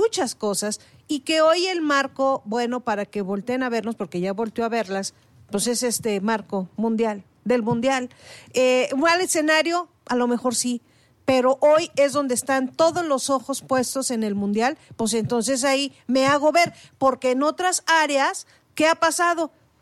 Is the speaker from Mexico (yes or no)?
yes; Mexico; Somos muchísimos los mexicanos.